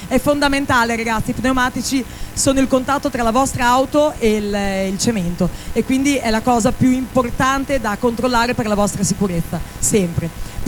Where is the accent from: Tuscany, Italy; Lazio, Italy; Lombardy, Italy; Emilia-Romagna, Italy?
Emilia-Romagna, Italy; Castel San Pietro Terme; stasera siamo a Castel San Pietro Terme, io sono contentissima perché questo è il mio paese